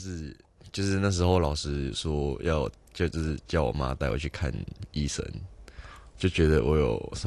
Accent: Hong Kong; also born or lived in Japan; 从小都是在香港长大，然后高中有去日本打

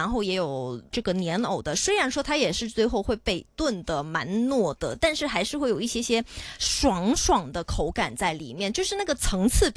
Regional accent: China

